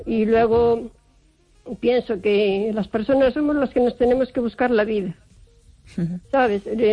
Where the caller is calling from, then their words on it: O Carballiño, Galicia, Spain; de Carballiño.